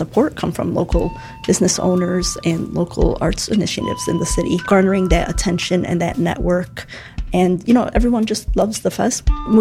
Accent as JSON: {"language": "English", "town": "Chicago", "region": "Illinois", "country": "United States", "tie": "born or raised there", "said": "Being a Chicagoan, it's been a fun ride. I'm born and raised in Chicago. I'm half Palestinian and half Jordanian."}